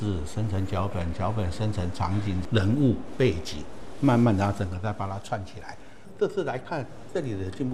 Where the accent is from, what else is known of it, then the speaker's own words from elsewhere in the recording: Taiwan; 我们是台湾人，我们离大陆那么近，我们要赶快来这里占位置啊。